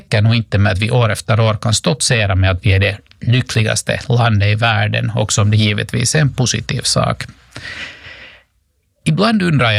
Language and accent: Swedish; Finland; att stanna här hemma i Finland och studera vid Hanken.